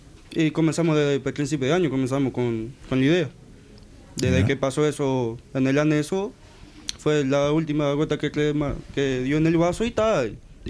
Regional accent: Melo, Cerro Largo, Uruguay; yo soy de Melo.

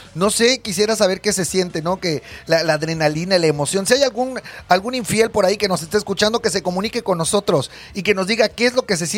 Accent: Chetumal, Quintana Roo, Mexico; sí somos de aquí, de Chetumal, bueno, de Quintana Roo. Somos de Quintana Roo, de la parte turística de Quintana Roo

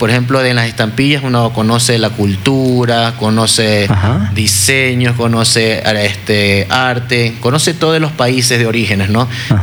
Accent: Guayaquil, Guayas, Ecuador; somos coleccionistas de Guayaquil, ¿ya? De todo tipo de artículos, especialmente de música, ¿ya? De acá de esta linda tierra.

